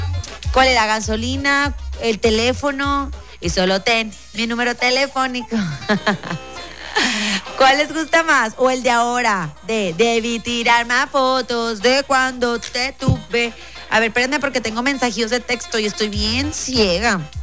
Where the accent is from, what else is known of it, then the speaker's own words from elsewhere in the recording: Monterrey, Nuevo León, Mexico; Oye, qué fan somos de … ¿verdad? Los regiomontanos. Siento que aquí somos súper reggaetoneros